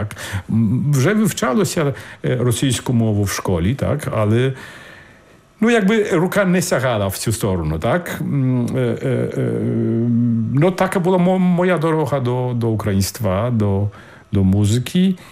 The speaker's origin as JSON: {"language": "Ukrainian", "country": "Poland", "said": "ми, поляки"}